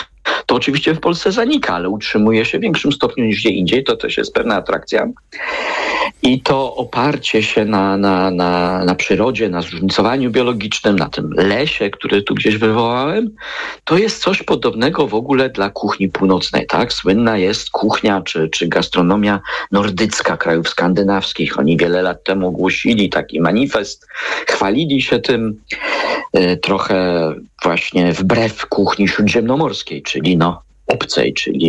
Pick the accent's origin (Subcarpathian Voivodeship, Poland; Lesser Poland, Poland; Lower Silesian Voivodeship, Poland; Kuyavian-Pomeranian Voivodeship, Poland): Kuyavian-Pomeranian Voivodeship, Poland; Toruń; ja jestem z Torunia